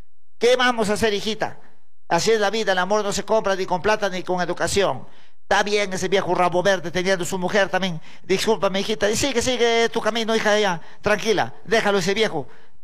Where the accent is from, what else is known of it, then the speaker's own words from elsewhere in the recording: Huancabamba, Piura, Peru; born there; Desde mi provincia de Huancabamba, Cerro Cachacoto, Toluce, mi tierra bendita que me vio nacer